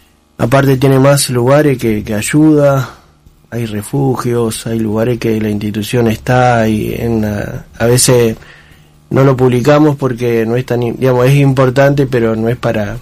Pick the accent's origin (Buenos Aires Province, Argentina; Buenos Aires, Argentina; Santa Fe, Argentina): Santa Fe, Argentina; Yo soy nacido y criado en Santa Rosa de Lima.